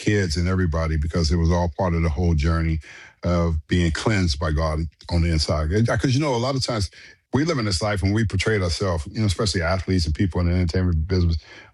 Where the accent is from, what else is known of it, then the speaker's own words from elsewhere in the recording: Los Angeles, California, United States; Most of the time, it was growing up in South Central, Crenshaw High, and Eric went to Fremont